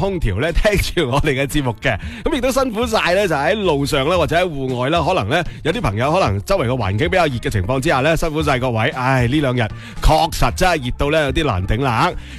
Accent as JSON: {"language": "Cantonese", "region": "Guangdong", "country": "China", "said": "我哋广东人"}